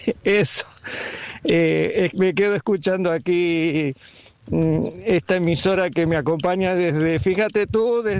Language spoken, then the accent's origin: Spanish; Buenos Aires, Argentina; now in Madrid, Spain; Aunque soy porteño, bonaerense, me gusta mucho el chamamé